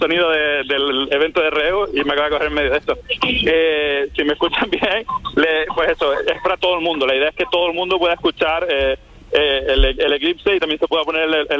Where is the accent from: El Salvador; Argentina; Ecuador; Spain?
Spain; Canary Islands; en Canarias, de donde soy yo